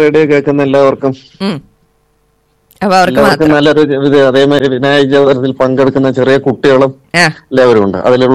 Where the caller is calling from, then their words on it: Palakkad, Kerala, India; സ്ഥലം വൈദ്യനാഥപുരം എന്ന് പറയും.